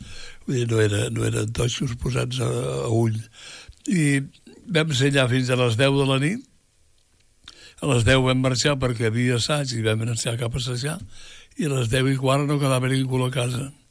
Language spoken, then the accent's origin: Catalan; Barcelona, Catalonia, Spain; now in Rubí, Spain; Hi va haver una època en què nosaltres vivíem a Barcelona encara, a Sant Andreu, perquè, bueno, vam néixer a Sant Andreu